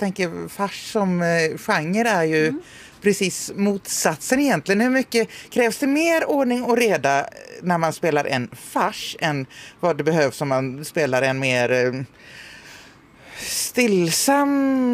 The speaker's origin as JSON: {"language": "Swedish", "town": "Borås", "region": "Västra Götaland County", "country": "Sweden", "tie": "born there", "said": "Eva Ros, hon är född i Borås. Det är jag också."}